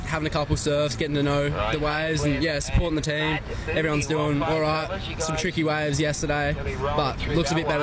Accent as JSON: {"language": "English", "town": "Margaret River", "region": "Western Australia", "country": "Australia", "said": "I'm from Margaret River."}